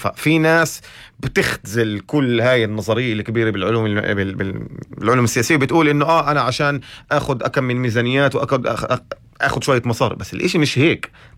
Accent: Acre, Northern District, Israel; محامي من عكا،

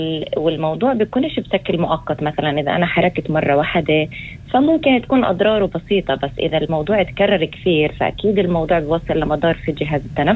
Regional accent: Israel; منتشر عنا في الوسط العربي

